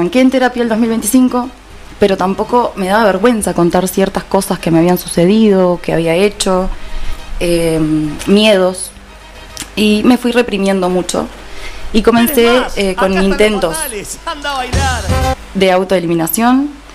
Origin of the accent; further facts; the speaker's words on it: Maldonado, Uruguay; Soy Fernandina, acá de Maldonado